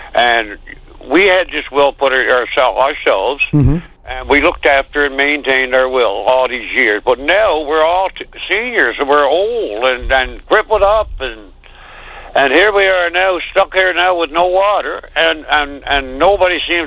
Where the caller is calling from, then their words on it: New Harbour, Newfoundland and Labrador, Canada; I'm calling you from New Harbor here on Thorns Road.